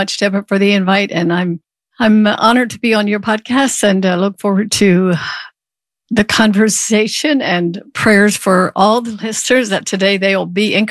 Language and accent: English; Lancaster County, Pennsylvania, United States; I grew up in Lancaster County, where you live in the city of Lancaster, I understand, and grew up on a farm, Amish farm.